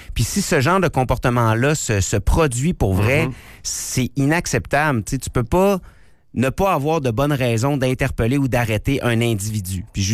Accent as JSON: {"language": "French", "town": "Quebec City", "region": "Quebec", "country": "Canada", "tie": "born or raised there", "said": "moi, j'ai grandi à Limoilou."}